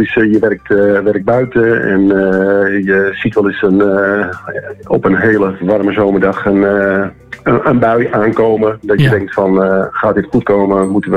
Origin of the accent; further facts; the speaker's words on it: Hoorn, North Holland, Netherlands; Ik kom uit Horen, wel bekend in West-Friesland.